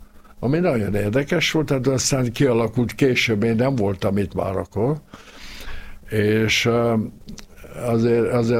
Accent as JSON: {"language": "Hungarian", "country": "Hungary", "moved": "yes", "said": "Abban a pillanatban, hogy elhagytam az országot, akkor is nehéz volt bevallani magamnak, hogy hát én magyar vagyok, és hiányzik."}